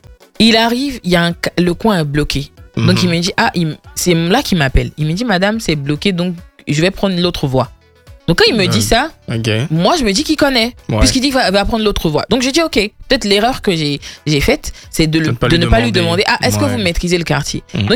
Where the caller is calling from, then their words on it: Abidjan, Côte d’Ivoire